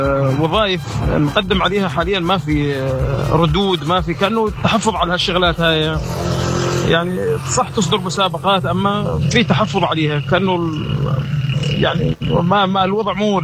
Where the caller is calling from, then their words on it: Deir ez-Zor, Deir ez-Zor Governorate, Syria; من دير الزور.